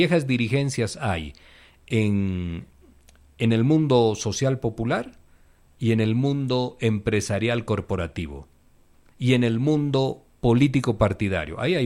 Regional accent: Bolivia; Somos campeones los bolivianos para la excu

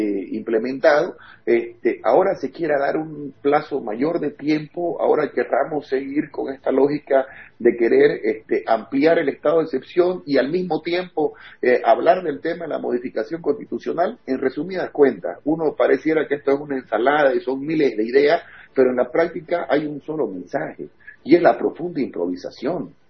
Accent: Bolivia; somos nosotros los bolivianos

